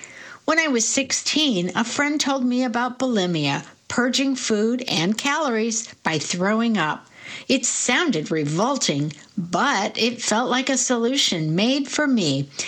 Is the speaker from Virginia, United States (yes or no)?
yes; Roanoke, Virginia, United States; born or raised there